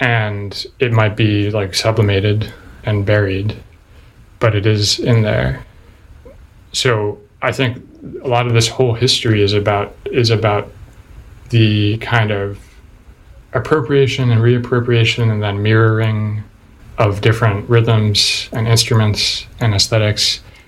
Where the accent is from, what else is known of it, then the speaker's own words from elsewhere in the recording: United States; I'm American